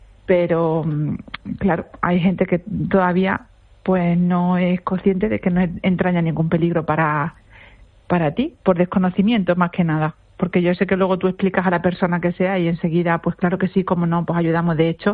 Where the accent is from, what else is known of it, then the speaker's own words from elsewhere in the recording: Huéscar, Andalusia, Spain; a mi pueblo, al Huéscar, que se está volcando muchísimo